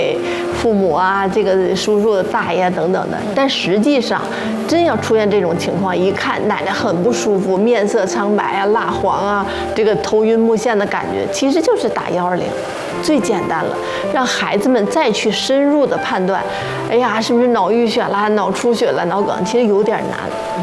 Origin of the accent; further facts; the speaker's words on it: China; 我们中国人